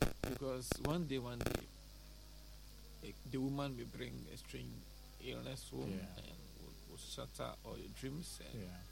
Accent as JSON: {"language": "English", "country": "Ghana", "said": "speaking as a Ghanaian, as African"}